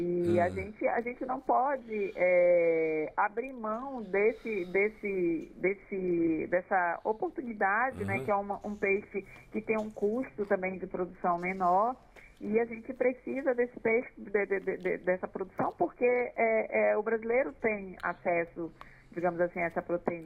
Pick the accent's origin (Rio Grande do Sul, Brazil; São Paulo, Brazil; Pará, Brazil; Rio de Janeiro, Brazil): Pará, Brazil; born there; Sim, eu sou originária da Amazônia. Eu nasci no Pará